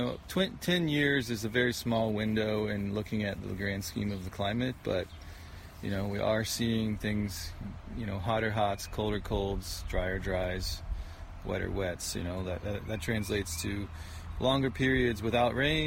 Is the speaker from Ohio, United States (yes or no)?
yes; Ohio, United States; moved away as an adult; I grew up in Ohio. I grew up helping my grandfather farm in Ohio and kind of a broad acre grain crops, and then moved here 10 years ago with my wife